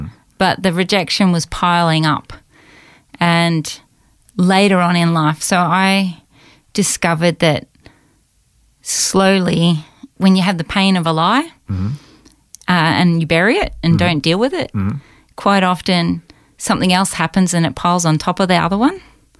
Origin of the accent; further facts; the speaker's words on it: Chirnside Park, Victoria, Australia; So I grew up in Chirnside Park. Went to the Chirnside Park Primary School, and I was even born in the Lilydale Hospital back when it was.